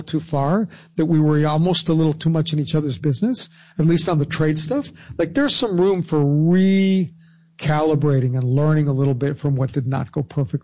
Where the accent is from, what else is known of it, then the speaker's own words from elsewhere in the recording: California, United States; So in my home state of California in the early 1970s, it was not a happy thing to be driving around L.A. with your windows up or down.